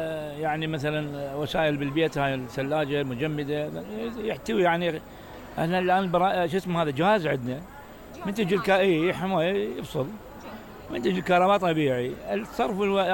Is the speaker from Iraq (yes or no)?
yes; Iraq; بعد احنا تموز معروف عندنا بالعراق